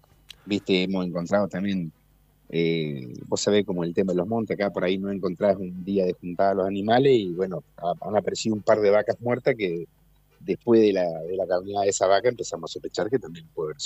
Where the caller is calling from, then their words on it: Alcaraz, Entre Ríos, Argentina; somos de acá. En realidad somos de Alcaraz, vivimos en Alcaraz, no en Bodri.